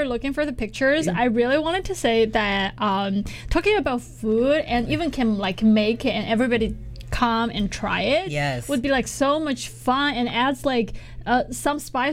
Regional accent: Sichuan, China; moved away; because I'm from Sichuan and I eat super spicy food.

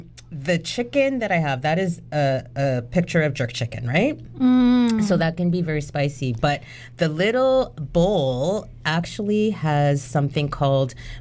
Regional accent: Toronto, Ontario, Canada; I was born in Canada, I was born in Toronto, you know, my parents are Jamaican immigrants, but I was raised in this country, so I was raised with other nationalities and stuff like that.

